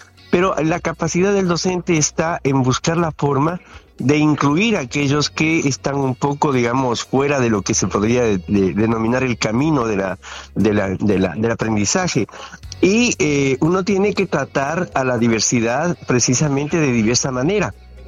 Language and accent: Spanish; Ecuador; en Ecuador, yo soy de Ecuador